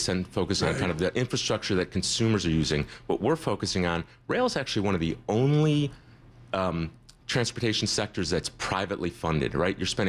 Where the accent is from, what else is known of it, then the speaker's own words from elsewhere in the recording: Ann Arbor, Michigan, United States; I grew up in Ann Arbor, and I'm a diehard Michigan fan.